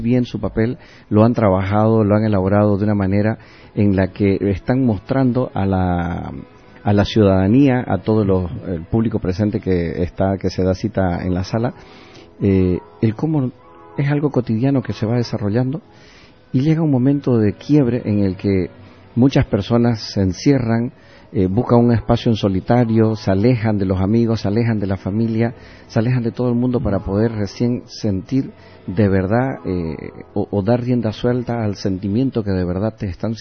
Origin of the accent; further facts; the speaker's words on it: Santa Cruz de la Sierra, Santa Cruz, Bolivia; el lema que nosotros tenemos como cruceño, es ley del cruceño, la hospitalidad.